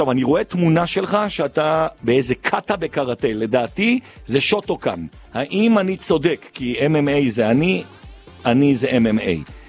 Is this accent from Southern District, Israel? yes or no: no; Jerusalem, Jerusalem District, Israel; אני ירושלמי, אני מפחד מהבוללה.